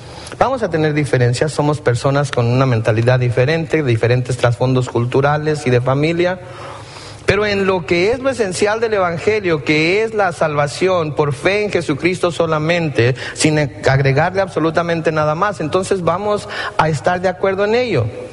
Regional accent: Mexico; Los que venimos de México y que hemos viajado al sur de México sabemos que cada pueblo tiene su santo patrón

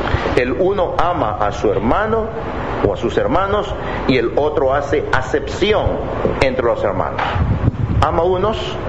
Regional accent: United States; Spanish is a second language; moved away; yo soy gringo, yo tengo una excusa.

